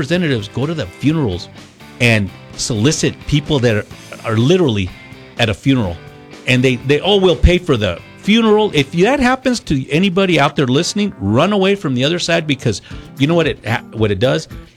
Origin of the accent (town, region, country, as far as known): El Paso, Texas, United States; born or raised there